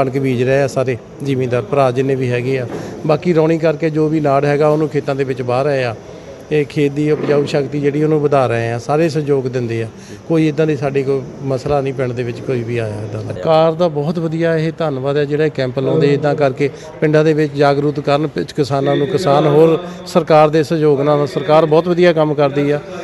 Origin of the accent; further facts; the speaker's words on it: Mehmadpur, Punjab, India; ਮੇਰਾ ਪਿੰਡ ਮਹਿਮਦਪੁਰ, ਮੈਂ ਸਰਪੰਚ ਮਹਿਮਦਪੁਰ ਤੋਂ।